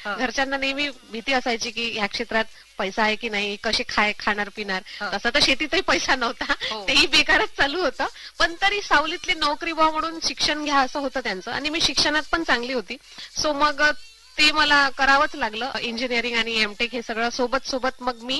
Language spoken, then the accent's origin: Marathi; Pulgaon, Maharashtra, India; तर जसं मी सांगितलं की मी पुलगाव, वर्धेनंतर जे पुलगाव आहे तिथे विटाळा म्हणून ते आमचं गाव आहे. सो माझं बालपण तिथे गेलं आणि 12वी पर्यंत तिथेच शिक्षण झालं.